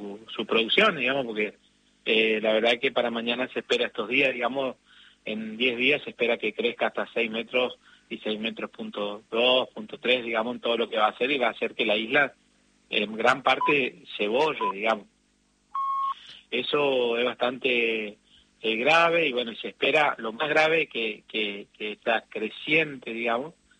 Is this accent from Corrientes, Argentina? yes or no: yes; Empedrado, Corrientes, Argentina; mi pueblo se encuentra a 58 kilómetros de la capital al sur, digamos, por la costa del río Paraná, se llama Empedrado.